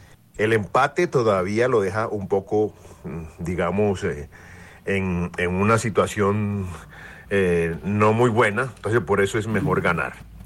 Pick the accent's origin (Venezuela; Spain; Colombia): Colombia; Como todo colombiano, mayoría de los colombianos, la expectativa es que Colombia tenga un resultado favorable.